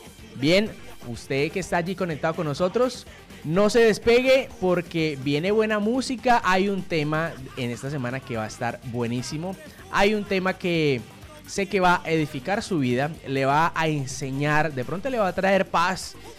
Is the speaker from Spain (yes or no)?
no; Colombia; todos somos colombianos